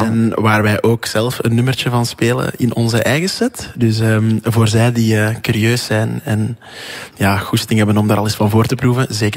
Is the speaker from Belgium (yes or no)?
yes; Boortmeerbeek, Flanders, Belgium; Want ik ben van Boort Meerbeek afkomstig, dat is 2 dorpen verder.